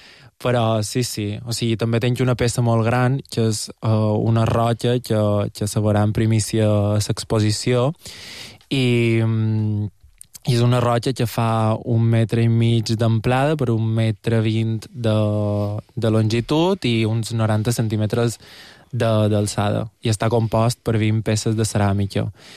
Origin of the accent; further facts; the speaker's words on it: Portocolom, Balearic Islands, Spain; Era allà on jo soc de Portocolom i vaig molt a Sallà